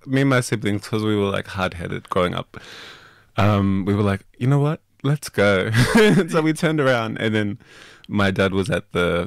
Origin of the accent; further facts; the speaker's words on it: Orange, New South Wales, Australia; No, I grew up in Orange, Wadjuk country, very... What is the word? Conservative.